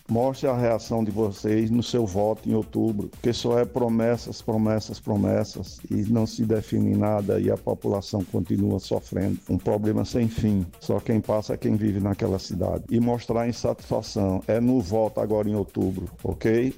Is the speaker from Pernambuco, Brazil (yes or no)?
yes; Águas Belas, Pernambuco, Brazil; sou natural da cidade de Águas Belas.